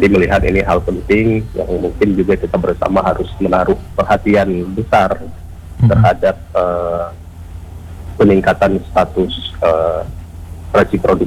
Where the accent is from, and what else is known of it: Aceh, Indonesia